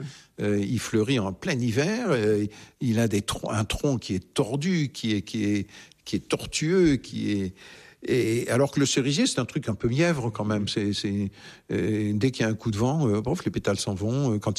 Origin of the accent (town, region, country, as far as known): Southern France, France